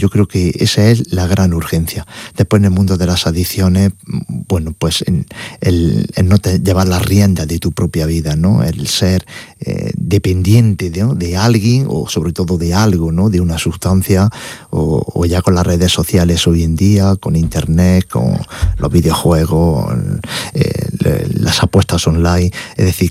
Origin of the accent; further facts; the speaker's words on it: Granada, Andalusia, Spain; También de granadino y de Granada, de mi tierra y también castellano.